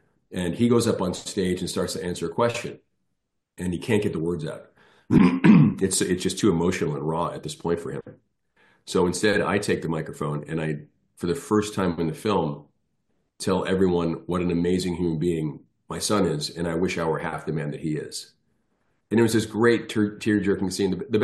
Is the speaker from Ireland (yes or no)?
yes; Ireland; both my parents are from Ireland, and you know, being an Irish guy myself, an Irish citizen, it was kind of a no-brainer